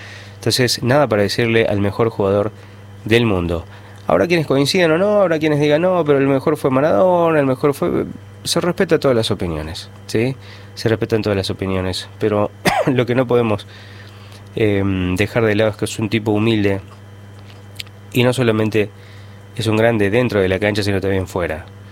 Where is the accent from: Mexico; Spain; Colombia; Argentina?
Argentina; esas ganas como argentino